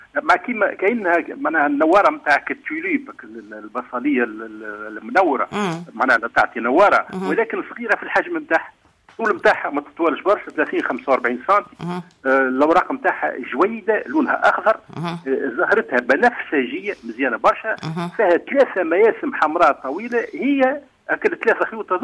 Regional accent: Tunisia; في تونس عندنا

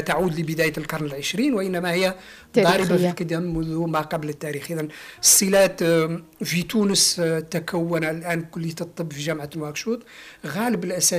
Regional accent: Mauritania; في المنطقة الجنوبية الغربية عندنا في موريتانيا

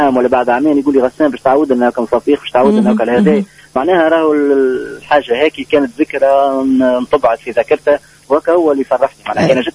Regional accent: Tunisia

